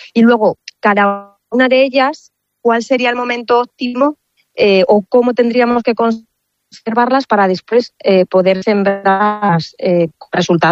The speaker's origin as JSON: {"language": "Spanish", "town": "Pedro Bernardo", "region": "Castile and León", "country": "Spain", "said": "Pedro Bernardo ha sufrido muchos incendios, o sea, que es una lacra que tenemos ahí en nuestro pueblo."}